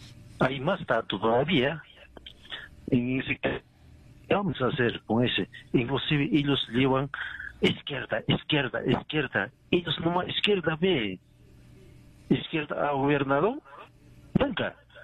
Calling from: Taraco, Puno, Peru

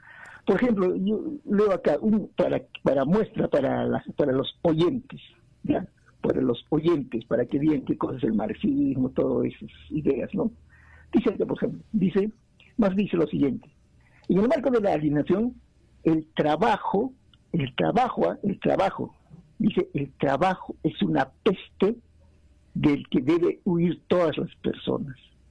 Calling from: Juliaca, Puno, Peru; de Juliaca.

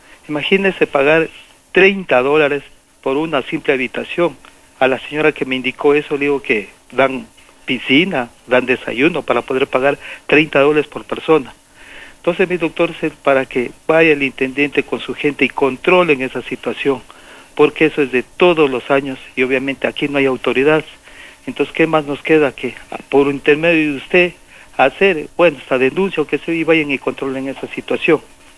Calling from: Loja, Ecuador; Le estoy llamando desde el Cantón Paltas.

